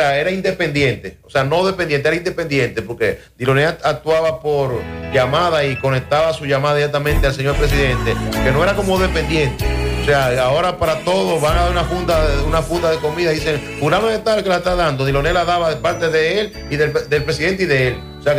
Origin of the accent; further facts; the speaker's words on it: Dominican Republic; yo como dominicano